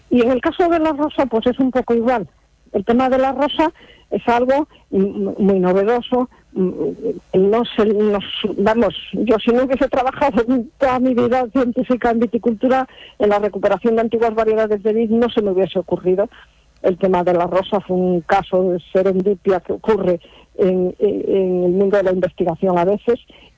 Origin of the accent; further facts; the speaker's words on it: Cangas de Narcea, Asturias, Spain; Yo recordaba de cuando era pequeña aquí en Cangas de Narcea, en mi pueblo, que estaban las laderas de las montañas totalmente cubiertas de viñedo.